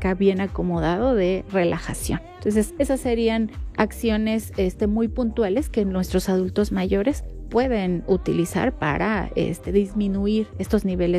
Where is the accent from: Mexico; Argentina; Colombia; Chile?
Mexico; reconocernos como población mexicana